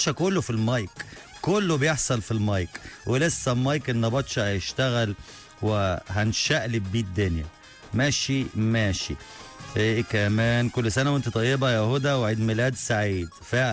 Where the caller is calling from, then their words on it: Alexandria, Alexandria Governorate, Egypt; انا من اسكندريه, مساء الفل بتفرج عليك من محافظه اسكندريه يا بوب يا صالح.